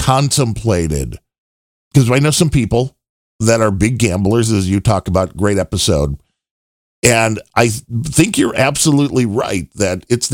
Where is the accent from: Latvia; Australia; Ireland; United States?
Ireland; When we do, we're Irish.